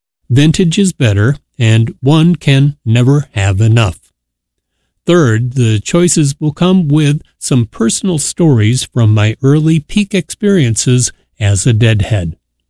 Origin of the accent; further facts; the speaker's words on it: Forest Lake, Minnesota, United States; my hometown of Forest Lake.